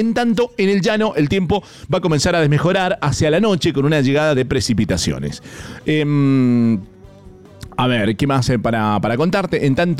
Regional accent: Mendoza, Argentina; como mendocinos sabemos lo importante que son las nevadas, ¿no? Para nuestra provincia

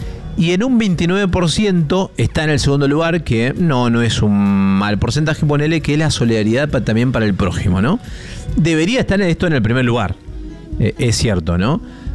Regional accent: Argentina; como argentinos y como sociedad también, como que somos.

